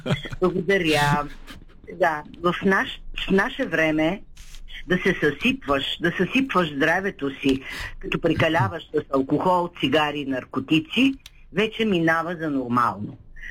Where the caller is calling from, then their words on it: Shumen, Shumen Province, Bulgaria; от Шумен.